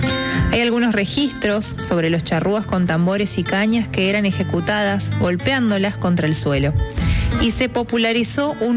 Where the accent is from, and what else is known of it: Entre Ríos, Argentina